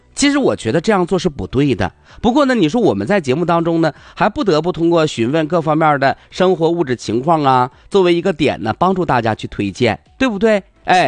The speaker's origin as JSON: {"language": "Chinese", "region": "northern China", "country": "China", "said": "作为北方人"}